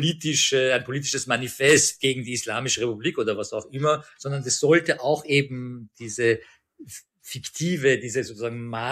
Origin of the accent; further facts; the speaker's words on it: Graz, Styria, Austria; born there; also born or lived in Tehran, Iran; ich bin zwar in Graz geboren und habe dann aber, wenn ich mich richtig erinnere, 7 Jahre in Teheran verbracht, 7 Jahre meiner Kindheit, und bin dann einmal noch, wie ich dann schon in Graz wieder gelebt habe, dann in den Sommerferien nach Teheran.